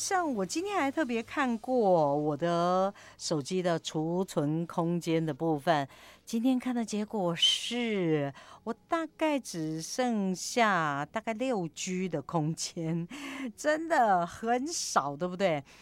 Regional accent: Taiwan

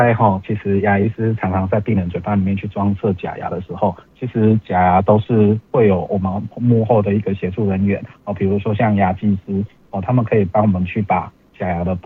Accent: Taiwan; 我们台湾人

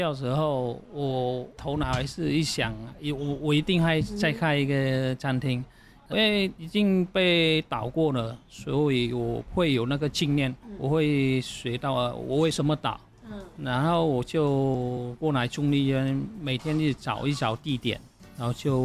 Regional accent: Vietnam; moved away as an adult; now in Taoyuan, Taiwan; 那我们在越南那时候这种风格也很红

